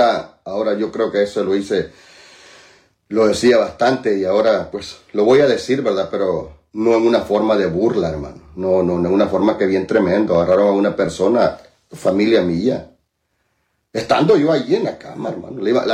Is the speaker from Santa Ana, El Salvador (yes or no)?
yes; Santa Ana, El Salvador; yo soy occidental, soy de Santa Ana